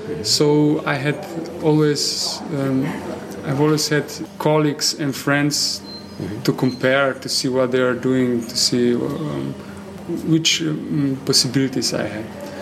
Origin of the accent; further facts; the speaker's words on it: Slovenske Konjice, Savinja, Slovenia; English is a second language; I came from Slovenska Konjica in Maribor is the nearest music gymnasium for accordion.